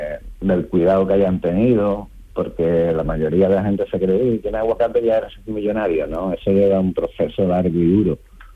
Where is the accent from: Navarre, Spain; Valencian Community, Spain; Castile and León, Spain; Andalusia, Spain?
Andalusia, Spain; San Fernando; porque yo soy de San Fernando, Capri, donde era … las tortillitas de camarones